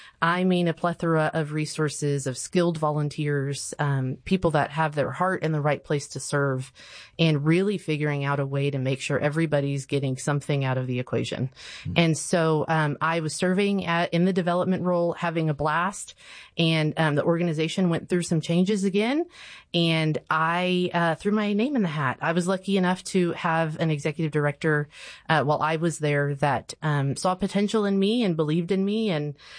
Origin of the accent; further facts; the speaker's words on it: New Braunfels, Texas, United States; So I grew up in New Braunfels in Comal County, and I love New Braunfels with my whole heart.